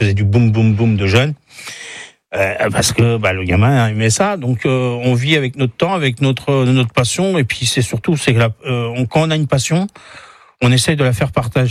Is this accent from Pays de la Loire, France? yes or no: yes; Le Mans, Pays de la Loire, France; born there; Je suis né au Mans, j'ai été un peu vacciné par le bruit des voitures